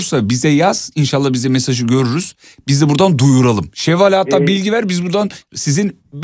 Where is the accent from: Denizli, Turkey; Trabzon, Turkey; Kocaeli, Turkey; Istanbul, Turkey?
Kocaeli, Turkey; Kocaeli'den aradı memleketimden